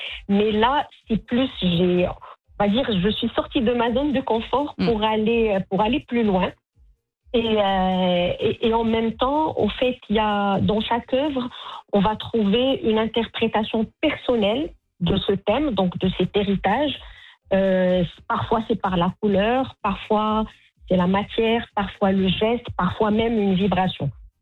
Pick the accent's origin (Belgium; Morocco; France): Morocco; moi en tant que marocaine et lui français